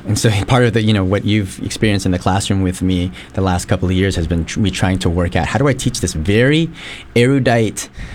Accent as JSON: {"language": "English", "country": "Philippines", "said": "I'm Filipino, right? And so I'm Asian"}